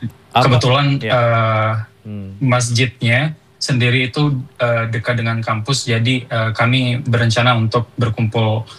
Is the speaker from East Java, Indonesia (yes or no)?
yes; Madura, East Java, Indonesia; moved away as an adult; now in Ireland; di kampung halaman saya di Madura, sate khususnya ya, itu yang paling utama.